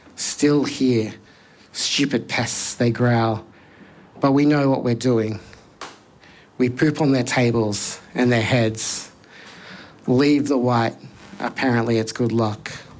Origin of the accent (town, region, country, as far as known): New South Wales, Australia; born or raised there